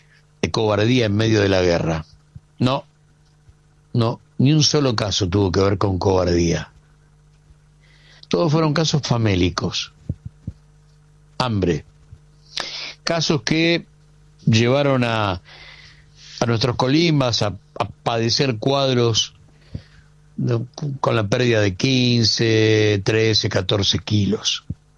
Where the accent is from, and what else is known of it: Argentina